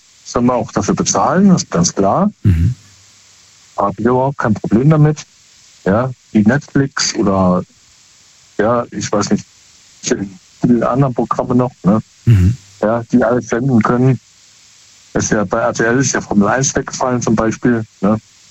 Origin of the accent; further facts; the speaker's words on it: Rhineland-Palatinate, Germany; Aus dem Hunsrück.